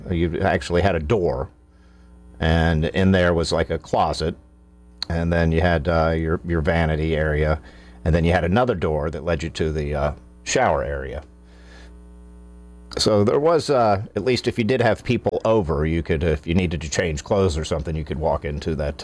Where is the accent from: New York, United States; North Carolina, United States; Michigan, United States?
North Carolina, United States; moved away; also born or lived in San Fernando Valley, Los Angeles; And when you grow up in North Carolina, the weather is very fascinating, and you like to watch it.